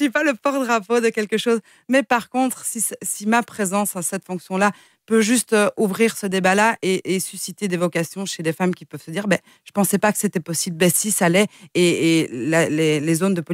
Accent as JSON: {"language": "French", "town": "Jambes", "region": "Wallonia", "country": "Belgium", "tie": "born or raised there", "also_born_or_lived": "Brussels", "moved": "as an adult", "said": "je suis jamboise. J'ai grandi et évolué à Jambes jusqu'à 2011, où à l'issue de mon parcours de formation policière, j'ai rejoint les rangs de la capitale fédérale. Et voilà, 15 ans après, c'est le retour aux sources, c'est le retour sur mes terres."}